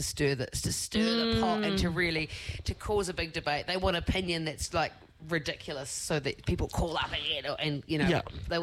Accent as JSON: {"language": "English", "town": "Dargaville", "region": "Northland", "country": "New Zealand", "tie": "born or raised there", "said": "in Dargaville, my hometown, and did that for like the whole of sixth and then seventh form. And then just went straight on to like radio school in Wellington, and then just kept going after that."}